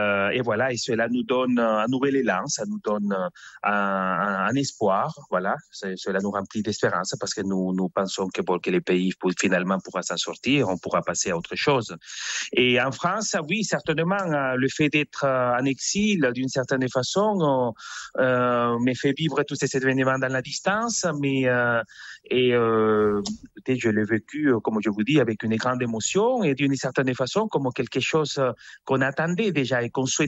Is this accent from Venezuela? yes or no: yes; Venezuela; moved away; J'ai quitté le Venezuela il y a plus de 20 ans et j'ai une sœur qui habite au Chili